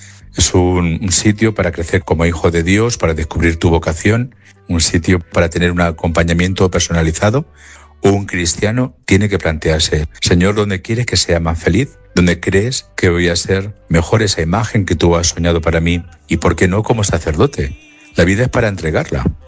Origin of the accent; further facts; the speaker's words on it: Cózar, Castilla-La Mancha, Spain; Soy natural de Cózar.